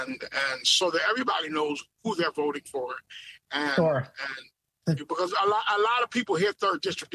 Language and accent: English; Philadelphia, Pennsylvania, United States; growing up in Philadelphia all my life and growing up in South Philadelphia all my life